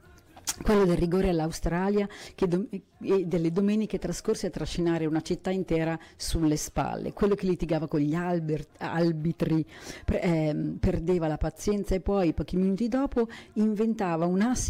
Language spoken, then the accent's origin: Italian; Rome, Lazio, Italy; Totti è l'ottavo re di Roma e ancora per sempre Francesco, da una romana.